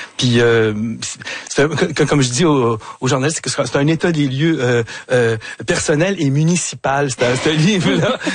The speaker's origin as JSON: {"language": "French", "town": "Montreal", "region": "Quebec", "country": "Canada", "tie": "born or raised there"}